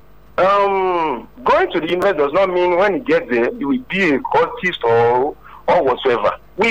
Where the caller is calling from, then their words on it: Lagos, Nigeria; I'm coming from Abulego.